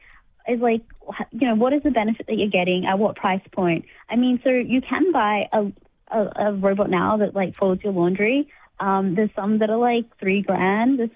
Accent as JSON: {"language": "English", "region": "Queensland", "country": "Australia", "tie": "born or raised there", "also_born_or_lived": "Cairns", "said": "When I was 10, growing up in Far North Queensland"}